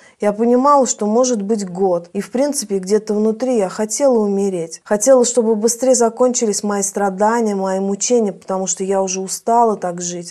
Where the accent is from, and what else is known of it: Southern Urals, Russia